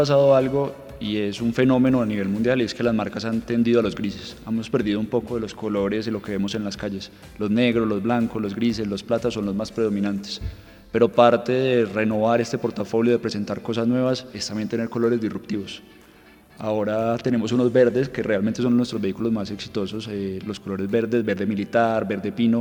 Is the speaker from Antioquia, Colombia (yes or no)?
yes; Medellín, Antioquia, Colombia; moved away; yo soy de Medellín